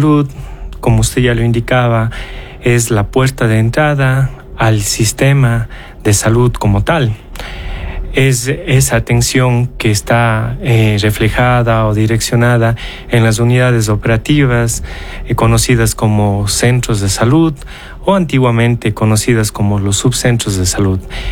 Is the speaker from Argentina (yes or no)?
no; Azogues, Cañar, Ecuador; Yo soy de Azogues y hoy estoy en la querida ciudad hermana de Cuenca